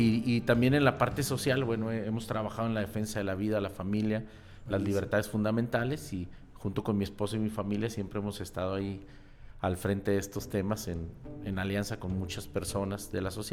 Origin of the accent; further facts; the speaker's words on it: Guadalajara, Jalisco, Mexico; yo soy originario aquí de Guadalajara, desde pequeño, de una familia de un veracruzano y una de la Ciudad de México que se viene aquí. Y bueno, vivo toda mi infancia aquí en Guadalajara.